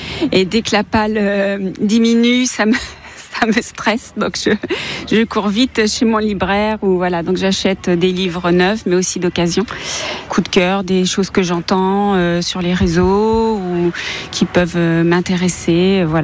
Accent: Saint-Cyr-sur-Loire, Centre-Val de Loire, France; je suis de Saint-Cyr-sur-Loire

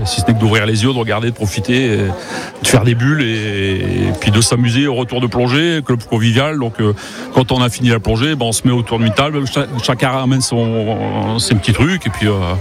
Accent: Lens, Hauts-de-France, France; now in Marseille area, France; moi à la base je suis pas de la région, donc je voulais en faire parce que je suis du Nord, je suis de Lens.

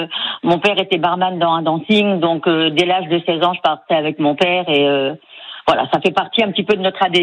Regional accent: Grand Est, France; moved away as an adult; now in Vendargues, France; moi je suis originaire de l'Aube.

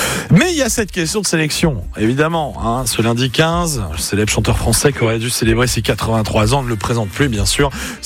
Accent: Daoulas, Brittany, France; Nous venons d'à côté de Brest, en fait, hein, du côté de Daoulas

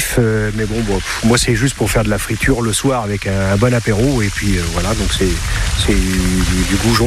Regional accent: Pouilly-l'Aiguillé, Pays de la Loire, France; Nous, on est de Pouilly-l'Aiguillé et mes enfants sont de Bouloir.

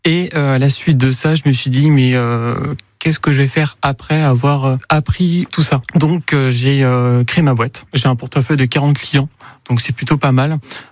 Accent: Écommoy, Pays de la Loire, France; Je suis Sartois, je suis d'Écomoi de base. Donc c'est dans ma vie natale, quoi. Bah, je suis très attaché à la Sarthe. J'ai vécu toute ma vie en Sarthe et je pense que je vais y rester toute ma vie.

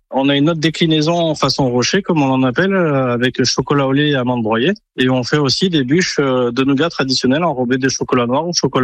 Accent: Montélimar, Auvergne-Rhône-Alpes, France; born there; also born or lived in Ardèche; now in Saint-Étienne-de-Fontbellon, France; Je suis issu d'une famille montilienne et c'est pour ça qu'on est dans le nougat. Je suis né à Montélimar comme ma grand-mère et ma maman, et mes grands-parents étaient en réalité ouvriers chez des nougatiers à l'époque à Montélimar.

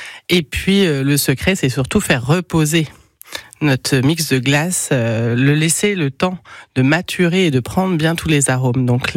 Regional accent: Bourgogne-Franche-Comté, France; moved away as an adult; Et il me tenait à cœur de revenir dans ma région d'origine.

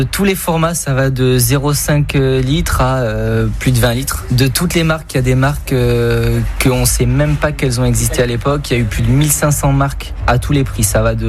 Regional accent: Bordeaux, Nouvelle-Aquitaine, France; born there; j'ai 25 ans et je suis né à Pellegrin, donc un vrai bordelais et fier de l'être.

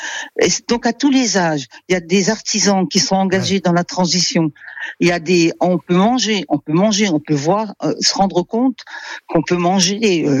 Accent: Montbéliard, Bourgogne-Franche-Comté, France; j'ai vécu longtemps à mon enfance à Montbéliard avec un papa Peugeot

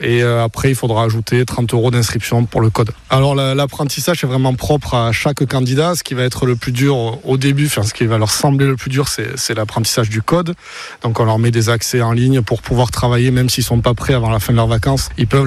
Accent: Mont-de-Marsan, Nouvelle-Aquitaine, France; born there; also born or lived in Hagetmau; now in Capbreton, France; Moi je suis né à Mont-de-Marsan, je suis d'Agetmont, je suis sur la côte à Cap-Breton depuis 2011 maintenant.

